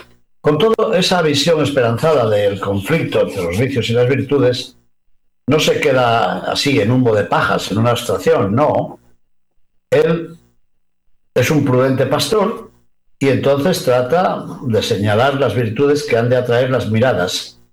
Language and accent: Spanish; León, Castile and León, Spain; cuyos restos guardamos celosamente en la basílica de su nombre en mi ciudad natal de León.